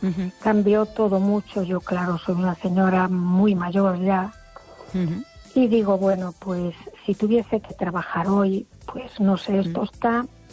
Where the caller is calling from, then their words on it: A Coruña, Galicia, Spain; de Coruña